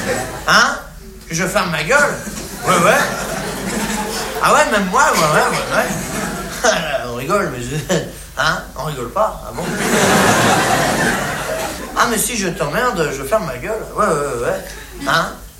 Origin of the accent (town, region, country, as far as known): France